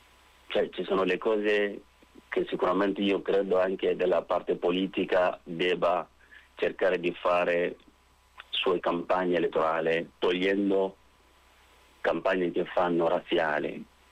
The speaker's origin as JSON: {"language": "Italian", "country": "Mali", "moved": "yes", "lives_now": "Italy", "said": "Ma io sono africano, sono nero, sono del Mali."}